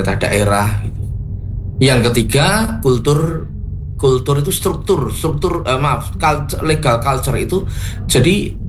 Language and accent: Indonesian; Surakarta, Central Java, Indonesia; saya sebagai orang Solo ya, KTP saya itu Solo. Itu zaman saya kecil dulu itu senang sekali bersepeda, itu melewati jalur lambat.